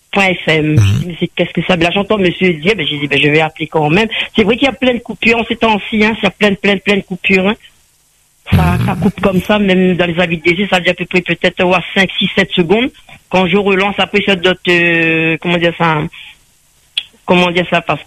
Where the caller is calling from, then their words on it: Réunion; je suis à La Réunion, oui, c'est ça.